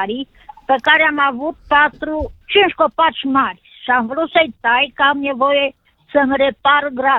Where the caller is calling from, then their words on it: Cluj County, Romania; De la Cluj, într-un sat de lângă Cluj.